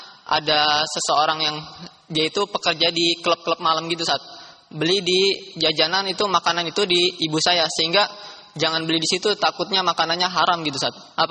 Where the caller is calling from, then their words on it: Bekasi, West Java, Indonesia; Saya dari Sukma Wijaya Kusuma dari Bekasi, STD Muhammad Nasir.